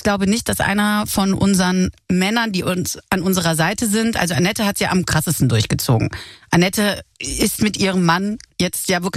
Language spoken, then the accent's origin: German; Cologne, North Rhine-Westphalia, Germany; moved away as an adult; now in Berlin, Germany; wir sind alle in Köln im gleichen Dorf groß geworden.